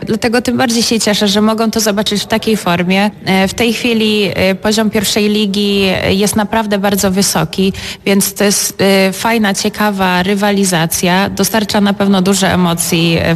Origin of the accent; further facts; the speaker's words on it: Opole, Opole Voivodeship, Poland; Ja jestem rodowitą Opolanką